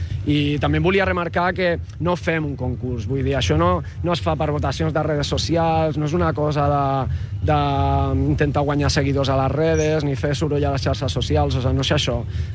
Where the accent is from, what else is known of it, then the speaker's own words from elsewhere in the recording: Region of Murcia, Spain; Catalan is a second language; moved away as an adult; now in Barcelona, Spain; Jo sóc de Múrcia, però xerraré en català